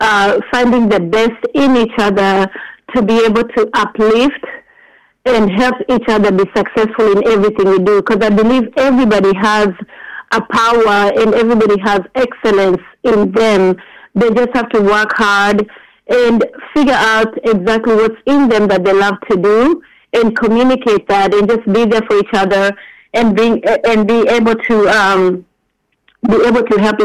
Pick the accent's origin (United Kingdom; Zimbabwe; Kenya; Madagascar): Kenya; now in Las Vegas, United States; I'm originally from Kenya. That's in East Africa.